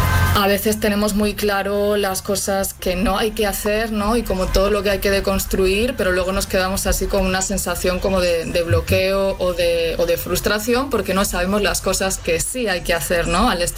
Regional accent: Galicia, Spain; now in Málaga, Spain; Sí, de hecho ahora mismo estoy en Málaga, pero yo soy de Galicia, así que me he movido bastante

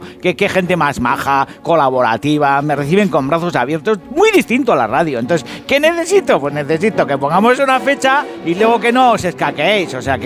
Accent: Basque Country, Spain; Yo esto lo hago por orgullo, porque soy vasco y a mí no me gana ni Bartolo.

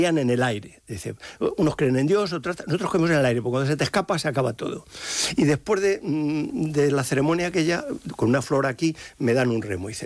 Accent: Madrid, Community of Madrid, Spain; now in Salamanca, Spain; Y luego, fíjate, yo soy madrileño y ahora estoy adoptado en Salamanca por la cátedra, ¿no?

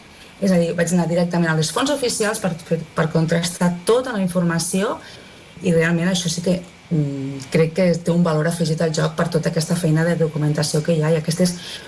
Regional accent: Maials, Catalonia, Spain; born there; jo som nascuda a Maials, un poble del Segrià, que no arriba als 1.000 habitants

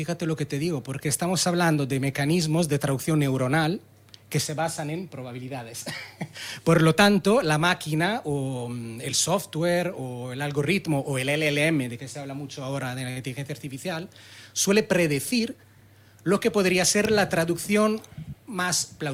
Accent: Italy; Spanish is a second language; moved away; no porque soy italiano

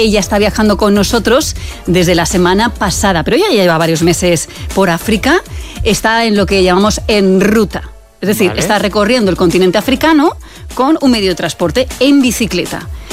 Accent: Spain; aprender inglés británico para nosotros como españoles es más fácil

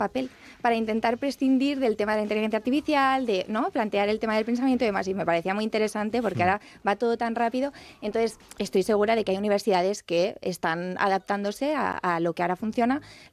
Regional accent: Barcelona, Catalonia, Spain; Soy de Barcelona.

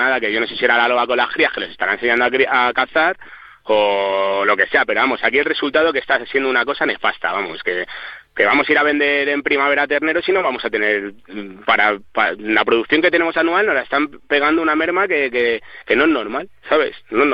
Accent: Madrid, Community of Madrid, Spain; moved away as an adult; now in San Bartolomé de Pinares, Spain; Yo soy una persona que soy madrileño, pero llevo viviendo en el pueblo 20 años y yo no me quiero ir del pueblo para nada.

